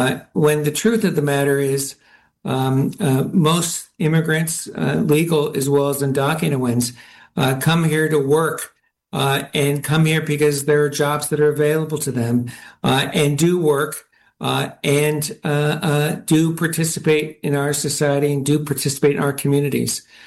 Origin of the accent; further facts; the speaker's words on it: Los Angeles, California, United States; I'm from Los Angeles, and I was in Los Angeles last fall at UCLA.